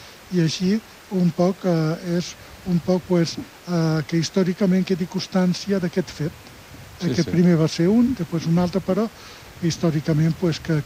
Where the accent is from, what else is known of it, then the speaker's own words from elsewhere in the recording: Mahón, Balearic Islands, Spain; jo som de Mor